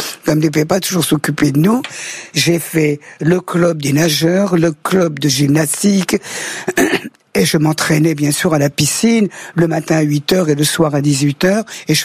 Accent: Auvergne-Rhône-Alpes, France; moved away

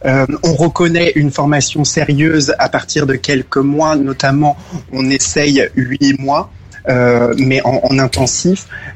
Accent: Saint-Alban, Brittany, France; Eh bien, moi, je suis en Bretagne. Je suis un vrai Breton pur beurre et dans les Côtes d'Armor à Saint-Alban, la petite commune de Saint-Alban, proche de Plaine-Valandré, Saint-Brieuc.

